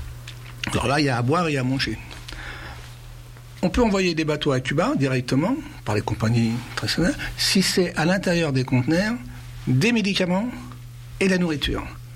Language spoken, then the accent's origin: French; France; comme chez nous en France